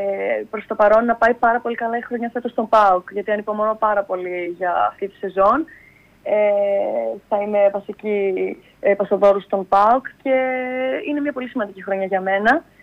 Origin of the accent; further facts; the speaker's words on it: Peraia, Central Macedonia, Greece; moved away as an adult; στην πόλη μου, στην περιοχή μου, στην Περαία